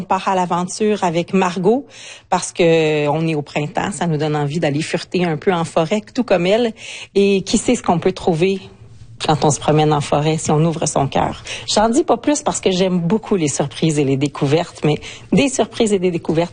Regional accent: Ontario, Canada; Puis moi j'ai grandi en Ontario francophone, donc je connais l'importance de vivre dans ma langue quand on est loin

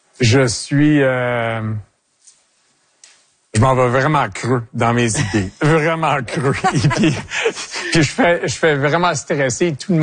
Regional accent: Quebec, Canada; Donc, je suis un Québécois. Je suis fier. Je veux garder mon Québec comme je le connais.

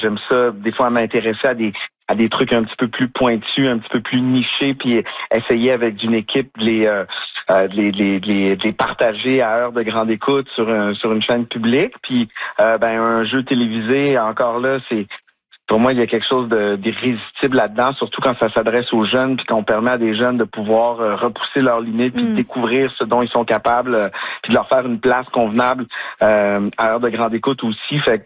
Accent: Quebec City, Quebec, Canada; Je sais pas si c'est parce que je viens de Québec

